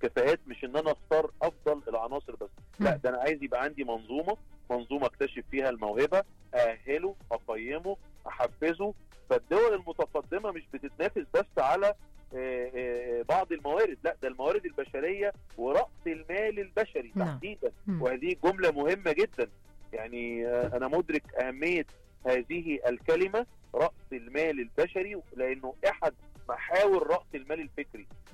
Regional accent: Egypt

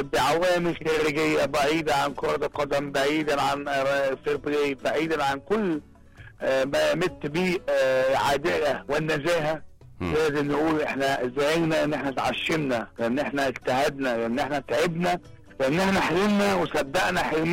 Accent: Egypt; ان احنا مصريين

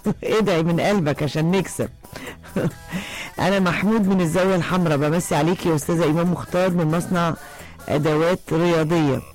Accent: Minya, Minya Governorate, Egypt; من المنيا وبمسي على العم طارق صالح المنيا واهل المنيا وصعيدة مصر.

